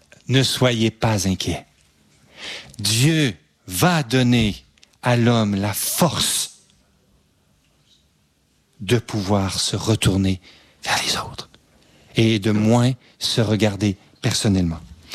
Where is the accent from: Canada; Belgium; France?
Canada; Quebec; moved away; Moi, je viens du Québec.